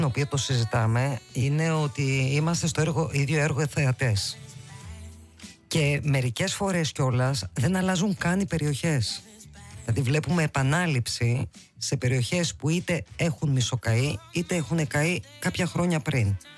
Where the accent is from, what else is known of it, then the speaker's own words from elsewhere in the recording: Eastern Macedonia and Thrace, Greece; Είμαι από την Ανατολική Μακεδονία. Λόγω εργασίας έχω γυρίσει σχεδόν όλα τα βουνά.